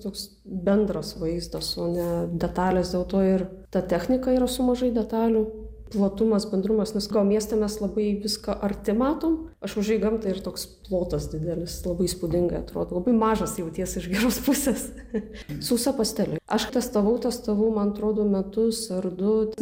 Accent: Kaunas, Kaunas County, Lithuania; aš šiaip Kaune užaugau, visą gyvenimą pragyvenau.

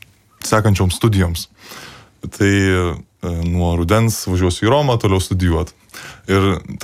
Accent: Marijampolė, Marijampolė County, Lithuania; Tai esu iš Marijampolės, baigiau mokyklą ir mokyklos pabaigoje aš vis dar maniau, kad aš studijuosiu kažką iš tiksliųjų mokslų.

